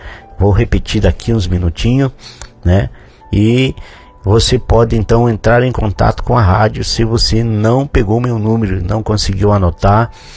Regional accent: São Borja, Rio Grande do Sul, Brazil; accent: gaúcho; moved away; Eu já perdi o sotaque dos gaúchos aí, né? Já faz mais de 30 anos que estou fora do estado. Mas temos... É, sempre lembrando da nossa terrinha, do nosso lugar aí de São Borja

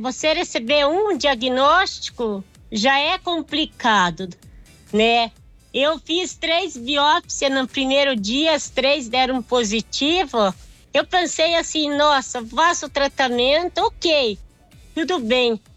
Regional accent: Itaiópolis, Santa Catarina, Brazil; eu sou aqui de Itaiópolis, né? Nasci e me criei aqui, moro aqui em Itaiópolis

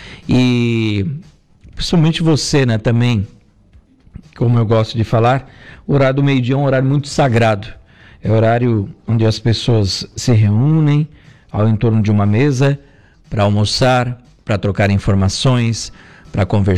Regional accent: Balneário Arroio do Silva, Santa Catarina, Brazil; moved away; Um abraço pro pessoal do povo da minha terra aí do Gelo Escobinho, no Balneário Rui de Silva.

